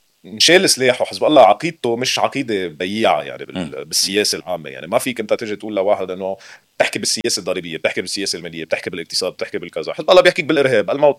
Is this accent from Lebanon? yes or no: yes; Lebanon; اذا ما سكروا لنا حساباتنا كلبنانيه برات لبنان.